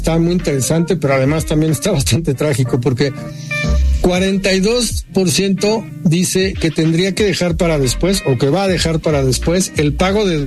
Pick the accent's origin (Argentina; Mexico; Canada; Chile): Mexico; es igual en cuanto al comportamiento de que tenemos como mexicanos hacia el dinero